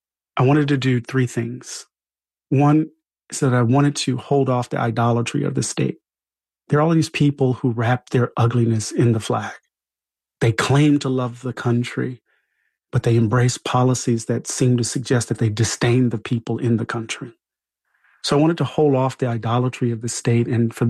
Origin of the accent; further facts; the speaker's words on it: Mississippi, United States; I'm from Mississippi. Jimmy had to make his way to Mississippi.